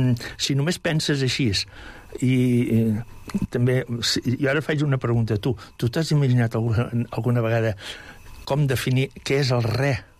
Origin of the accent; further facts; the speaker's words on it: Mollet del Vallès, Catalonia, Spain; born there; jo he nascut aquí, a Mollet. A Mollet, Vallès. Catalunya. Doncs jo quan a vegades em diuen, bueno, i tu d'on te't sents? Doncs sincerament, jo primer de tot em sento de Mollet, després del Vallès, província de Barcelona, de Catalunya, d'Espanya